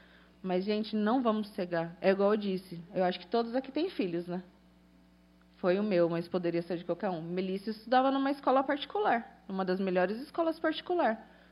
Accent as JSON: {"language": "Portuguese", "town": "São Bernardo do Campo", "region": "São Paulo", "country": "Brazil", "moved": "yes", "said": "Eu saí de São Bernardo do Campo para ter uma vida melhor."}